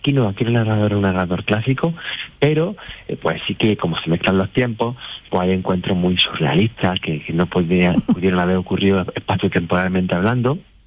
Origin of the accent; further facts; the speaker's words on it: Úbeda, Andalusia, Spain; A Úbeda, mi tierra, mi preciosa ciudad, le pega un tajo, tiene la capa, que es la una capa principal.